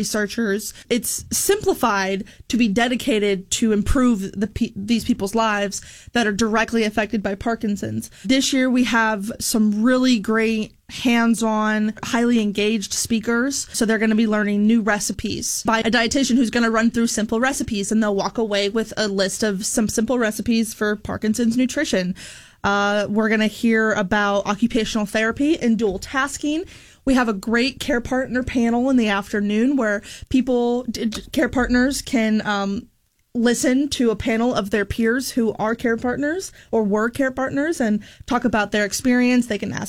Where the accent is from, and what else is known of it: Boone, Iowa, United States; born or raised there